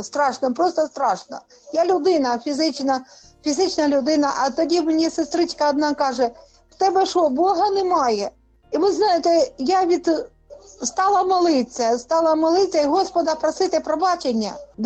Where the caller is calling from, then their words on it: Kharkiv Oblast, Ukraine; Із Харківщини.